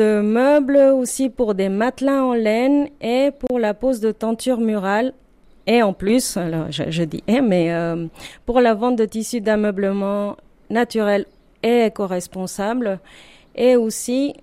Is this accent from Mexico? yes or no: yes; Mexico; French is a second language; moved away as an adult; now in France; Alors moi, je viens du Mexique. J'avais fait les Beaux-Arts là-bas.